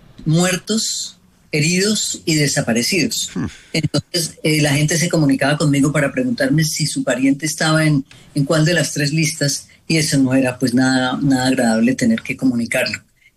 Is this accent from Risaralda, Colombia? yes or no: no; Armenia, Quindío, Colombia; also born or lived in Bogotá; Bueno, yo soy de Armenia. Yo lo que hice fue regresar a mi ciudad de origen, ya en el momento en que consideré que era bueno dejar a Bogotá y venirme a vivir acá.